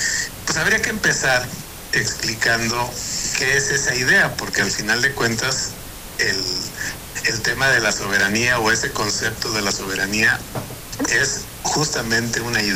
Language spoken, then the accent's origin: Spanish; Mexico; porque lo estoy enjuiciando aquí en mi país, en mi propio país, porque está cometiendo delitos en mi país. Imagínense cómo se vería México ante el mundo